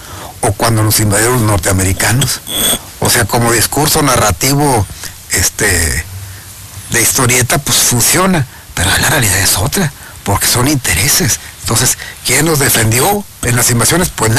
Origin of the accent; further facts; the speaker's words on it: Mexico; Entonces el ser humano aspira a eso, pero como mexicanos, ¿qué somos? Pues no somos una monarquía, no tenemos un rey.